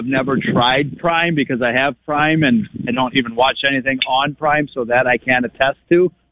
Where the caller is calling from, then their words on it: Minnesota, United States; I'm from Minnesota, checking in.